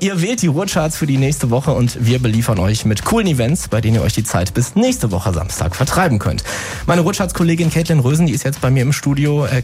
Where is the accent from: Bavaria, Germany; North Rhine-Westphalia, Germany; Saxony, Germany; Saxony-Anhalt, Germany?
North Rhine-Westphalia, Germany; Essen; Ich komme ja aus Essen